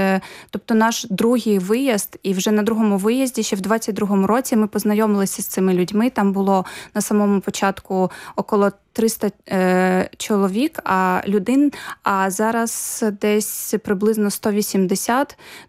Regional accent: Mykolaiv, Mykolaiv Oblast, Ukraine; І Миколаївська область, я взагалі сама з Миколаєва

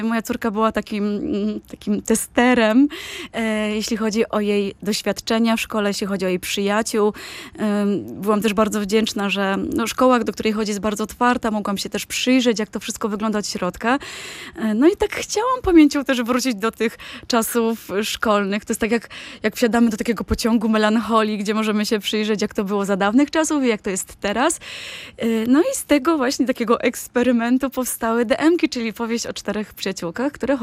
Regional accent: Nowy Sącz, Lesser Poland, Poland; now in Silesia, Poland; Właściwie to jestem z gór, bo pochodzę z Nowego Sącza, ale od 17 lat już zostałam tutaj, pozwolono mi zostać Ślązaczką, bo słyszałam, że teraz to jest temat tożsamościowy, więc można sobie to wybrać i zdecydować, więc od 17 lat mieszkam na Śląsku.

